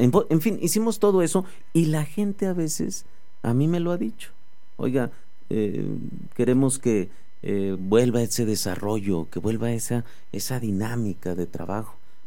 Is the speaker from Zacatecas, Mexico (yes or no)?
yes; Fresnillo, Zacatecas, Mexico; voy a estar aquí en Fresnillo, pues porque me interesa Fresnillo, porque tengo un compromiso con mi pueblo, con mi tierra, con Fresnillo.